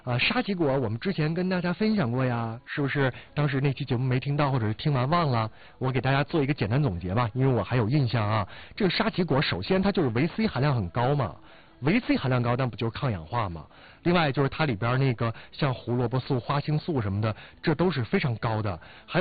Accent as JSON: {"language": "Chinese", "region": "Northeast China", "country": "China", "said": "这个是咱们东北人的一个情怀。"}